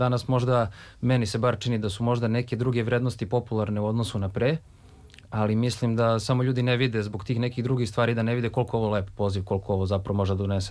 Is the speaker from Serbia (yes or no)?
yes; Belgrade, Serbia; Ja sam iz Beograda, živim tu kod Sava centra.